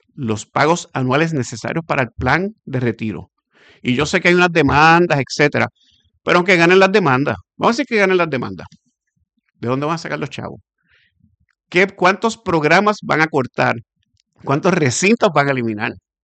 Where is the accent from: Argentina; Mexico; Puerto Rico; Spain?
Puerto Rico; Yo soy un puertorriqueño, yo vivo en Puerto Rico, mis hijos viven aquí, van a la escuela aquí, y yo soy parte de la sociedad puertorriqueña